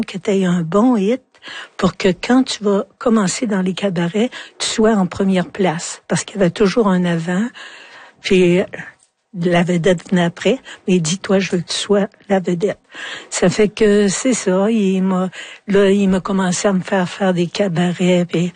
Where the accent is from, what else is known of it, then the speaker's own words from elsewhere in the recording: Quebec, Canada; Chez nous, en Abitibi, on est proche des gens, tu sais. Quand je suis arrivée à Montréal, je trouvais que les gens, ils se parlaient pas